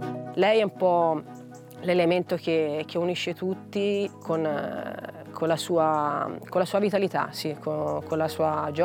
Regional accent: Bolgheri, Tuscany, Italy; Io sono nata e cresciuta a Bolgheri, nella campagna bolgherese, dove la mia famiglia è arrivata negli anni 50, quando mio nonno acquistò dei terreni dal marchese Incisa della Rocchetta, come tantissime altre famiglie marchigiane

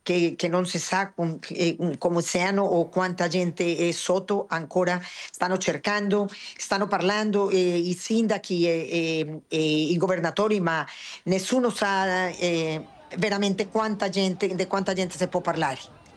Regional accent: Pereira, Risaralda, Colombia; born there; Italian is a second language; io sono nata in Pereira, sono originalmente della città di Pereira

